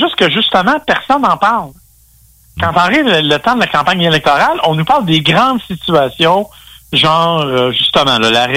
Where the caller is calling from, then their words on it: Saint-Hyacinthe, Quebec, Canada; Moi, je suis à Saint-Hyacinthe, je le répète. De où je demeure, je suis à 2,5 km à peu près du centre-ville.